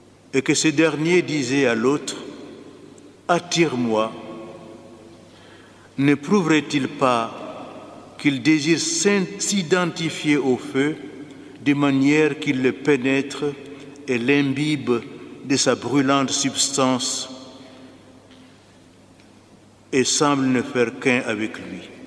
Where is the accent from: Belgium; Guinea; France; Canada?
Guinea; moved away; Conakry, la capitale de mon pays natal, la Guinée